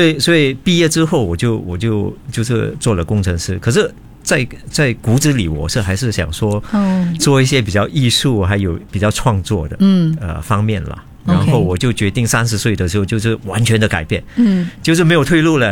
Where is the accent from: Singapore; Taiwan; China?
Singapore; 我们就是新加坡人在战争的时候经过的经历